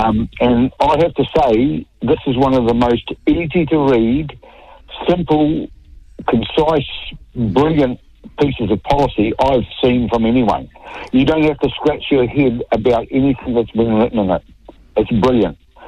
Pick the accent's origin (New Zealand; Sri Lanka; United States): New Zealand; I'm on a New Zealander